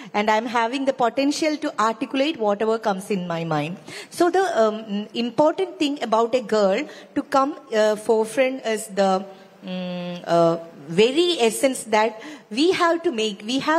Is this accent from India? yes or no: yes; Kozhikode, Kerala, India; I belong from Malabar region. I hail from Kozhikode city. I born and brought up in a family which had very pure, in-depth feeling of the, you know, the orthodox, a religious...